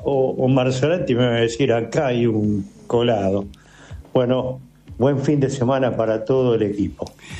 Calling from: Buenos Aires, Argentina; Buenos días, doctor Rizzo … de Parque Chacabuco.

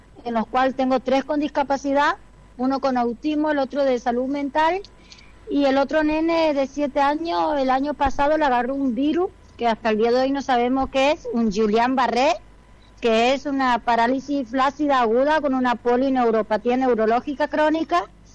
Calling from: General Pinedo, Chaco, Argentina; yo soy de General Pinedo.

